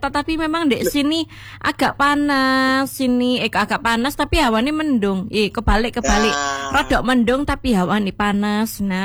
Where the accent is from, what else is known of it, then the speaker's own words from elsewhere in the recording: Malang, East Java, Indonesia; bagi kita yang dari lahir di Malang